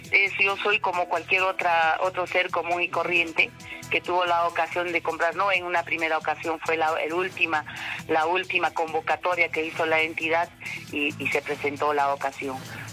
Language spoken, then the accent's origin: Spanish; Peru